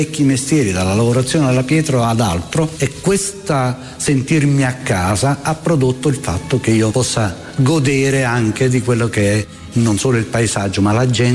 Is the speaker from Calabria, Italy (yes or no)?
yes; Calabria, Italy; now in Apulia, Italy; Bene, io non sono un pugliese Io sono prestato alla Puglia, sono calabrese, ma vivo qui da 40 anni.